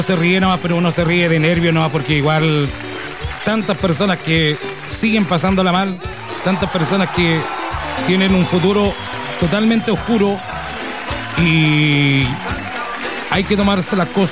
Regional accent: Chile; como somos los chilenos

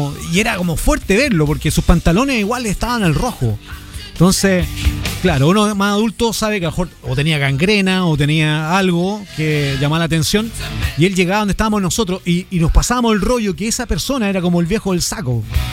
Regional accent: Tuniche, O'Higgins, Chile; allá donde fue mi infancia, en Tuniche, decían que la noche salía Cacho Coronta.

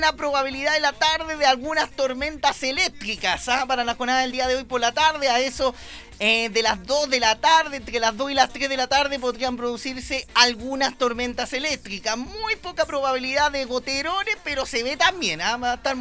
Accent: Chile; Es que somos chilenos siempre.

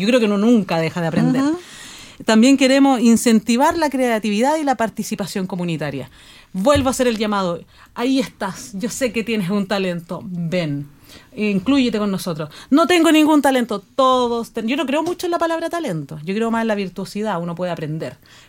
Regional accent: Malloa, O'Higgins, Chile; gente que es de Mayoa, somos profesionales de Mayoa

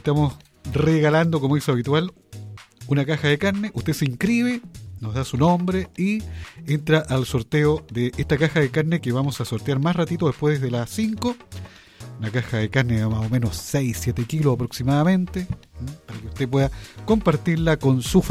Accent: Rengo, O'Higgins, Chile; yo soy de Rengo

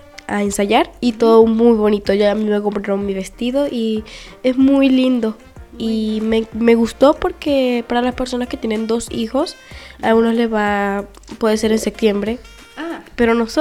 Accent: Venezuela; now in Chile; Nuestro colegio quiso incluir a las personas extranjeras. Yo soy extranjera, yo soy venezolana.

